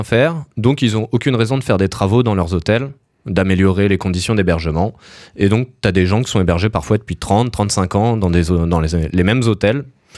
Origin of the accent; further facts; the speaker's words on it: Houilles, Île-de-France, France; je viens de Houille, en banlieue parisienne.